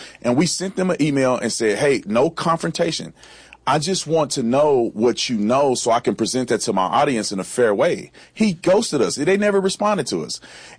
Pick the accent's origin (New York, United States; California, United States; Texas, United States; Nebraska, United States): Texas, United States; Fort Worth; And I grew up in Fort Worth, Texas, in the hood.